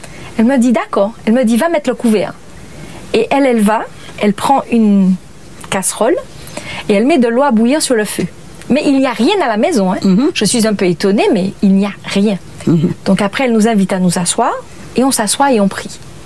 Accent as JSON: {"language": "French", "town": "Le Vauclin", "country": "Martinique", "tie": "born there", "also_born_or_lived": "Venezuela", "said": "j'ai grandi d'abord au Venezuela et ensuite en Martinique, où je suis venue habiter avec ma mère et mon frère. Mmh. Et quand nous sommes arrivés en Martinique, donc nous avons habité sur le Vauclin."}